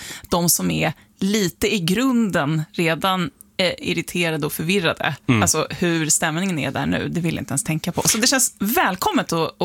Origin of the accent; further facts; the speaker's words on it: Sweden; Ja, det är tydligen något som vi svenskar är besatta av.